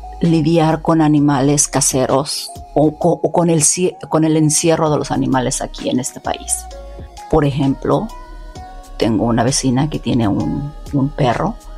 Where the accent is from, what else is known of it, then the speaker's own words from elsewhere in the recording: Mexico City, Mexico; moved away as an adult; now in United States; Yo crecí en la Ciudad de México hasta los 21 años y después me vine para acá, para Estados Unidos.